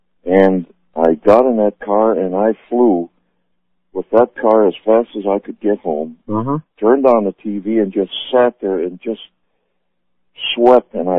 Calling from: Minneapolis, Minnesota, United States

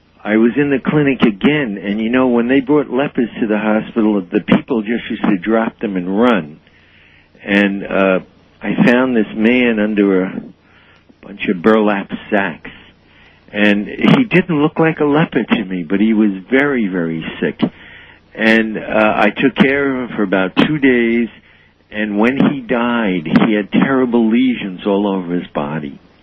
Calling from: Santa Cruz, California, United States; I'm in Santa Cruz, California.

